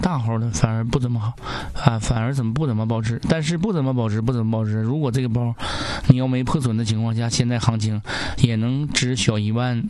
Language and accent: Chinese; Northeast China, China; accent: Northeastern Mandarin; 可能要打成用咱们东北话要是打成死者的话还开不了